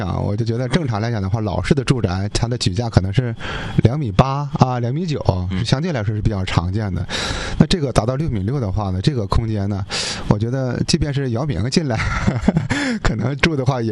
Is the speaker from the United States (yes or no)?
no; Northeast China, China